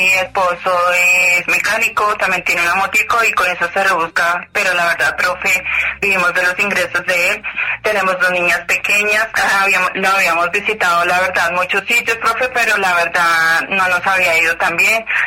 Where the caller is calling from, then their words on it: Maceo, Antioquia, Colombia; Lo llamo acá desde Maceo, Antioquia. … yo lo visité en Medellín.